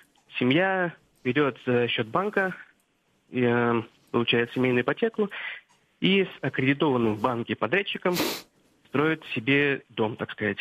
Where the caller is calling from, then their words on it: Cheboksary, Chuvashia, Russia; я из Чувашии, солнечной Чувашии, Чебоксары.